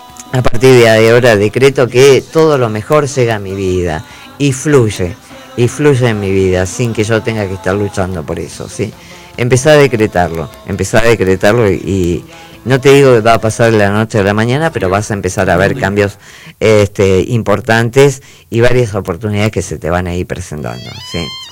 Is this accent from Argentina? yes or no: yes; Argentina; somos nosotros los argentinos, todos juntos